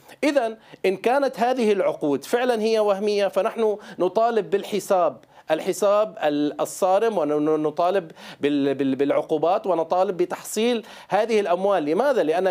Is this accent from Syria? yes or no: yes; Syria; أنا كشخص سوري